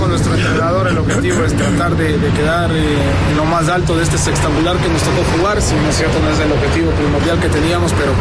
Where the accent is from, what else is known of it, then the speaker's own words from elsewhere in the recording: Ecuador; de parte de nosotros creo que como ecuatorianos